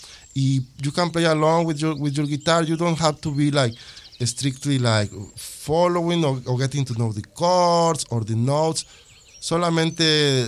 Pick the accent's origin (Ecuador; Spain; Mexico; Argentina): Mexico; Bueno, como mexicano, como descendiente de Xochimilcas otomís, como hablante también de lengua tzotzil, y como mexicano pero como persona simplemente soy una persona única